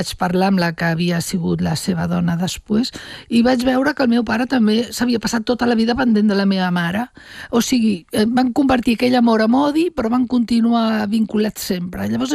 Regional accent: Catalonia, Spain; accent: Catalan; jo quan surto tinc accent català, quan

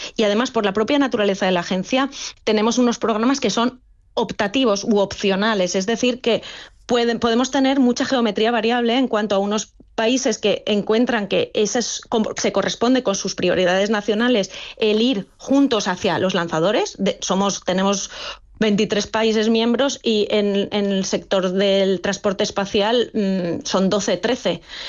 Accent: Valencian Community, Spain; No sé, yo soy valenciana, ¿no?, y en el caso de la Dana, esos satélites sirvieron para hacer un seguimiento de inundaciones.

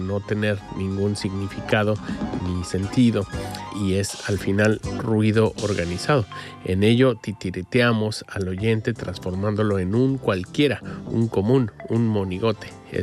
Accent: Mexico; Este tremendo proyecto es un disco que viene de México, de mi tierra

